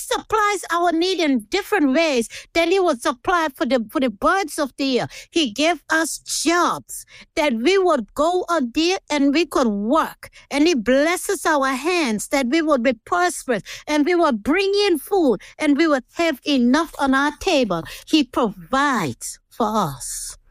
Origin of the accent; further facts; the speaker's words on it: North Caicos, Turks & Caicos Islands; I grew up in North Caicos, where there's a variety of species of birds.